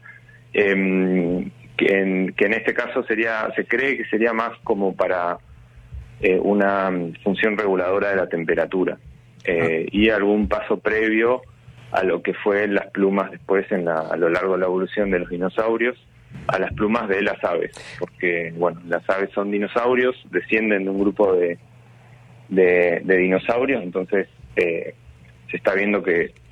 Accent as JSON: {"language": "Spanish", "country": "Argentina", "said": "nos enorgullece a todos como argentinos"}